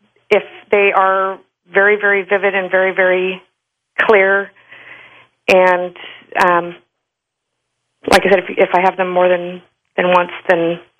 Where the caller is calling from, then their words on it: Sacramento, California, United States; I am calling from Sacramento, California.